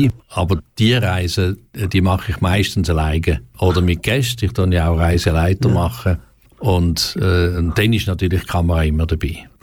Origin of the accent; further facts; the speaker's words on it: Romanshorn, Thurgau, Switzerland; also born or lived in Münsterlingen; now in Canton of Aargau, Switzerland; Also geboren bin ich im Kanton Thurgau in Münsterlingen und aufgewachsen in Romanshorn. Dort noch Ziegfröhren erlebt auf dem Bodensee und jetzt aber schon seit vielen Jahren im Kanton Aargau daheim.